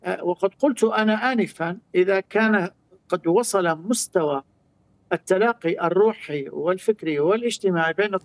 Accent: Syria; بالنسبة إلينا كسوريين

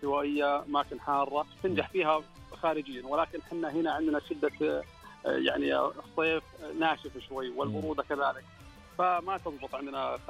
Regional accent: Saudi Arabia; ولكن احنا عندنا بالسعوديه نعتبر مستجدين نوعا ما على الزراعه.

